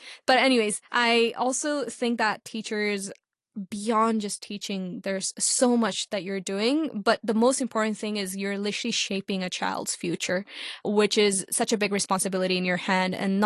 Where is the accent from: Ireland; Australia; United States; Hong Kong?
Hong Kong; growing up in Hong Kong